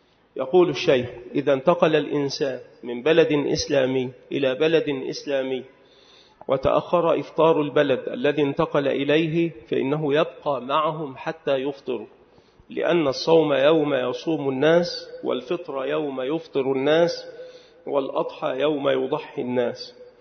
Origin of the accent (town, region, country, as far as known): Egypt